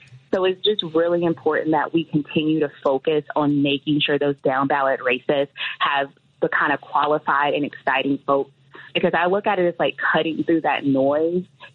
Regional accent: Mobile, Alabama, United States; moved away; I am originally from Mobile, Alabama

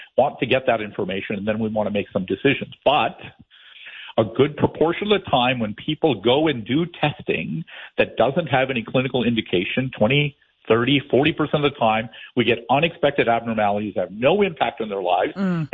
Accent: Canada; And that is the pride of being Canadian.

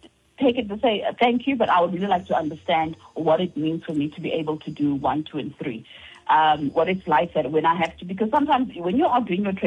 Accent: Butterworth, Eastern Cape, South Africa; born there; moved away; I was born in Butterworth Hospital.

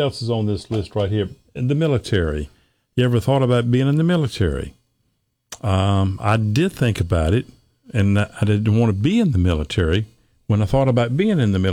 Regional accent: Norfolk, Virginia, United States; I grew up in Norfolk, which is not that far from the beach.

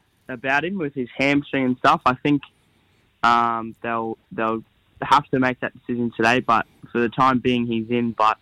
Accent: Queensland, Australia; So, obviously, as a Queenslander, I'm a little bit disappointed that he actually got picked.

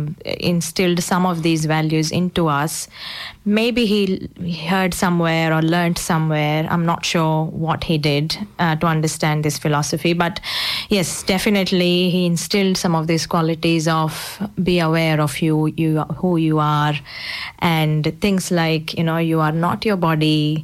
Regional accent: India; now in Adelaide, Australia; being an Indian and a Hindu

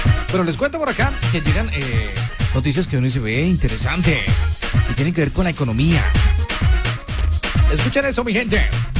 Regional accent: Colombia; somos muchos los colombianos

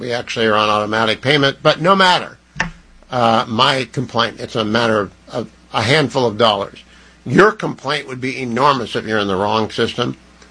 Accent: Warren, Ohio, United States; I see the president going to my hometown tonight, Warren, Ohio, Youngstown, Ohio, the Trumbull County.

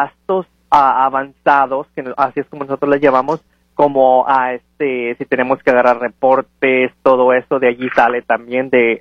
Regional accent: Lázaro Cárdenas, Michoacán, Mexico; moved away; Yo soy de Lázaro Cárdenas, Michoacán.

